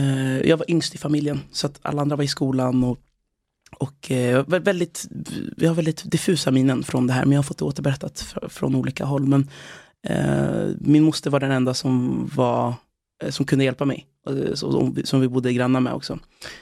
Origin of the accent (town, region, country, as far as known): Tällberg, Dalarna County, Sweden; born there; moved away as an adult; also born or lived in Congo / Uganda; now in Stockholm, Sweden